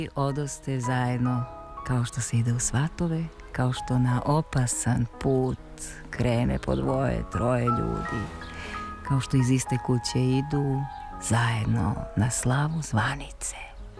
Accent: Brankovina, Kolubara District, Serbia; also born or lived in Rabrovica; rođena sam u tvojoj i mojoj Rabrovici. Ali sam kao mala odneta u Brankovinu.

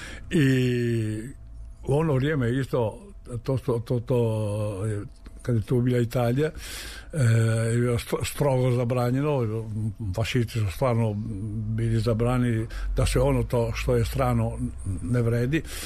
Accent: Pula, Istria County, Croatia; born there; Rođen sam u Pulji 1935. godine.

